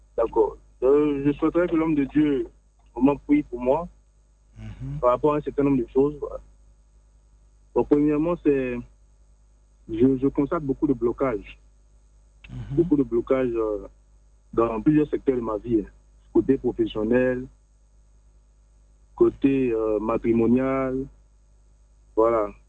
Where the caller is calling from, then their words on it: Abata, Côte d’Ivoire; Je vous appelle de Abata.